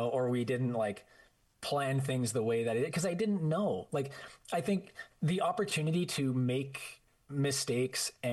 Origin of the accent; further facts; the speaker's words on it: Prince George, British Columbia, Canada; I'm not shy of telling people here that we're from Prince George